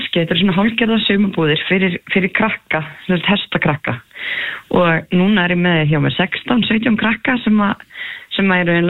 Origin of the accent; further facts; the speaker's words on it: Leirubakki, Southern Region, Iceland; also born or lived in Árbakki; Og svo komum við upp á Leirubakka bara þegar ég 11 ára og svo ég búin að vera hér svona með báða fætur síðan, nánast.